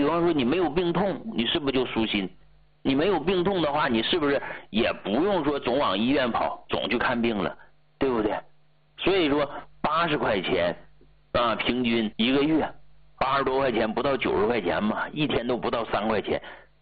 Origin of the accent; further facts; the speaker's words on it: Tianjin, China; 就是咱们天津人讲话了，借钱吃海鲜不算不会过